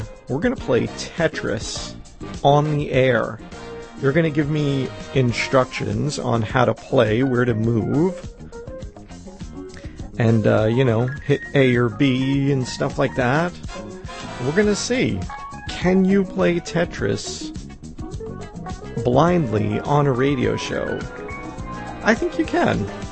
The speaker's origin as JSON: {"language": "English", "town": "New York City", "region": "New York", "country": "United States", "tie": "born or raised there", "said": "when I was growing up on Staten Island"}